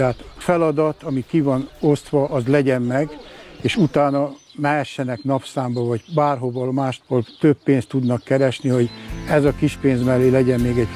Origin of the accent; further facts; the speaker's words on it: Vajszló, Baranya, Hungary; born there; Vajszlón születtem a cigánysoron, egy sárkunyhóba kezdtem az egészet.